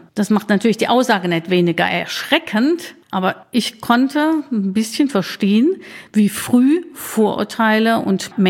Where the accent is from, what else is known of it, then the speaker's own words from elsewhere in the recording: Karlsruhe, Baden-Württemberg, Germany; now in Schriesheim, Germany; ich komme aus Karlsruhe. Aber das hört man ganz sicher ganz gut am Dialekt, den konnte ich nie ablegen. Seit 40 Jahren lebe ich dort nicht mehr und seit 26 Jahren in Schriesheim mit Mann und Hund.